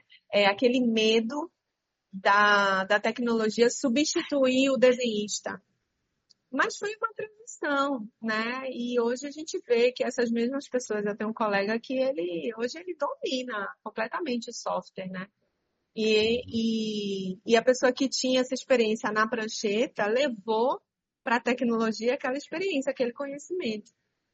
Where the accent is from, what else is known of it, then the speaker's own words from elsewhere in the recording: São Paulo, Brazil; also born or lived in Rio de Janeiro; now in Recife, Brazil; eu não sou daqui, eu não sou de Recife, por exemplo. Eu nasci no Rio, mas eu me criei em São Paulo. Eu estou aqui há 22 anos.